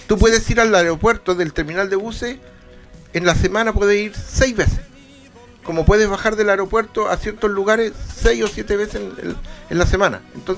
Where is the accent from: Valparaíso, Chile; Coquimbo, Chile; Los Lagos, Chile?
Coquimbo, Chile; La Serena; No es solamente pensar que, oh, no, es Coquimbo y yo soy de La Serena, no estoy ni ahí, que ojalá que pierdan.